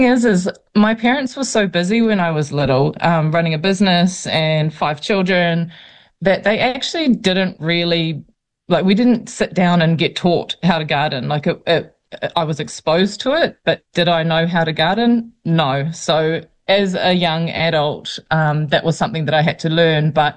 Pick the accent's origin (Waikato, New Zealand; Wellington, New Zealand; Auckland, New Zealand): Waikato, New Zealand; Raglan; moved away as an adult; also born or lived in Sydney, Australia / Byron Bay, Australia / Perth, Australia; And we moved back to my little hometown Raglan